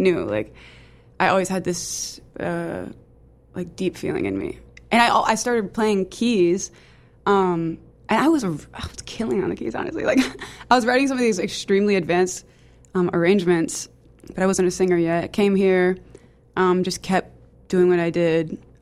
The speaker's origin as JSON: {"language": "English", "town": "Shreveport", "region": "Louisiana", "country": "United States", "moved": "as an adult", "lives_now": "New Orleans, United States", "said": "I'm from Louisiana. I've been living in New Orleans for about 6 years now. I moved here for college."}